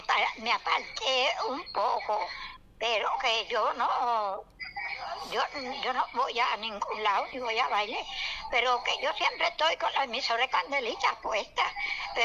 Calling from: Vega Baja, Puerto Rico; de Vega Baja.

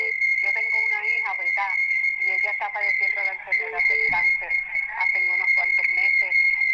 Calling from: Lajas, Puerto Rico; la estoy llamando desde Laja.

